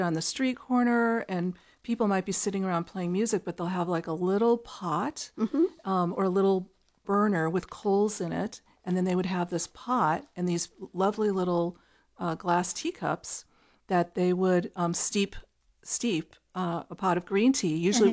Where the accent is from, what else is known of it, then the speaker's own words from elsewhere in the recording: Austin, Texas, United States; You know, I grew up in Austin drinking iced tea.